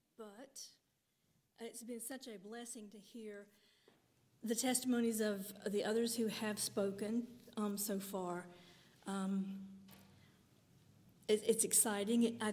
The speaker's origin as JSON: {"language": "English", "area": "Dayton", "region": "Virginia", "country": "United States", "tie": "born or raised there", "said": "I was born in Dayton, Virginia, and when we were 2 years old, we moved back over to the home place."}